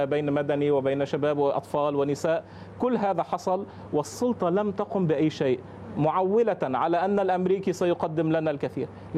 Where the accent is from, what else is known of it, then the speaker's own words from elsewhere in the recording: Lebanon; مصلحتنا كلبنانيين